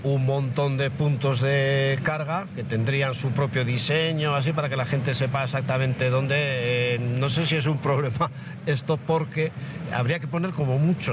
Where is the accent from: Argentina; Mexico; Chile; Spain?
Spain; San Sebastián, Basque Country; de donde yo soy, San Sebastián, Guipúzcoa